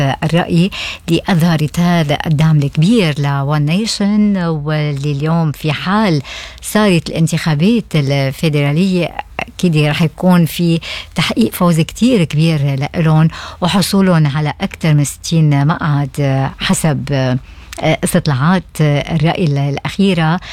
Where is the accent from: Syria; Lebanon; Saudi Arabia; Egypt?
Lebanon; now in Australia; نحن كجالية لبنانية وعرب